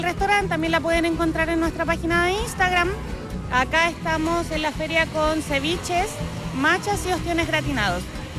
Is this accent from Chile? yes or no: yes; Chile; yo soy la chilena.